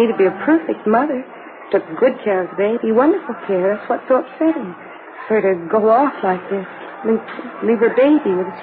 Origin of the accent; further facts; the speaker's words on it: Cincinnati, Ohio, United States; Oh, no. I'm from Cincinnati.